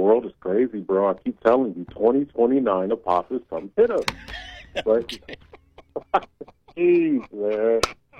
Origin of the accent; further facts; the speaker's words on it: Akron, Ohio, United States; You got a point there, but still, I'm from Akron. Only football player I acknowledge from Akron, Ohio is James Harrison.